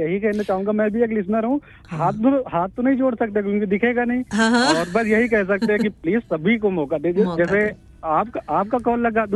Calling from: Miyanganj, Uttar Pradesh, India; बात कर रहा हूँ, उम्मीदों का शहर मियांगंज, जिला उन्नाव से।

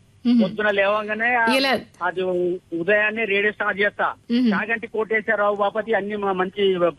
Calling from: Warangal district, Telangana, India; మాది వరంగల్ జిల్లా సంగమన్నం మున్రాయ గ్రామం.

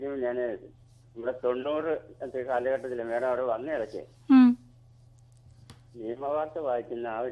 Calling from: Parippu, Kerala, India; ഞങ്ങൾ താമസിക്കുന്നത് കോട്ടയം ജില്ലയുടെ ഒരു പടിഞ്ഞാറൻ മേഖലയാണ്. കോട്ടയം ജില്ലയുടെ ഒരു പടിഞ്ഞാറൻ മേഖല, പരിപ്പ് എന്ന് പറയാം. പരിപ്പ്.

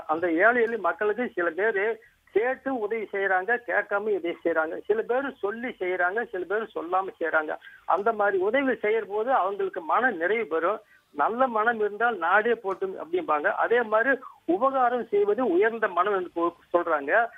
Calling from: Paramathi Velur, Tamil Nadu, India; நான் நாமக்கல் மாவட்டம் பரமத்தி வேலூர் … பேசுறேங்க.

